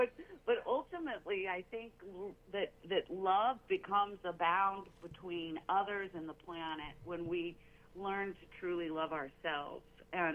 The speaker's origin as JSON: {"language": "English", "town": "Tulsa", "region": "Oklahoma", "country": "United States", "tie": "born or raised there", "said": "I was born and raised in Tulsa"}